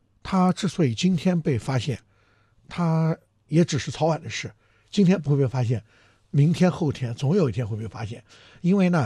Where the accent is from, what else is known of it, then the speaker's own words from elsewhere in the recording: Anhui, China; 因为我是南方人嘛，我是安徽人，我们当地就稻有两作，就是一季水稻，一季油菜。